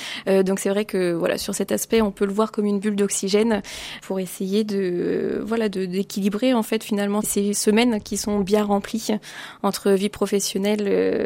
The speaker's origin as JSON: {"language": "French", "region": "Pays de la Loire", "country": "France", "tie": "born or raised there", "moved": "yes", "lives_now": "Blois, France", "said": "Je suis pas originaire du Loir-et-Cher, mais de l'Anjou."}